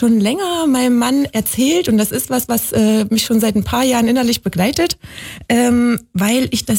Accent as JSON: {"language": "German", "region": "Thuringia", "country": "Germany", "tie": "born or raised there", "also_born_or_lived": "Bavaria / North Rhine-Westphalia", "said": "Also ich bin dann aufgewachsen im Weimarer Land und bin ich habe in Bayern gewohnt, ich habe dann in NRW gewohnt"}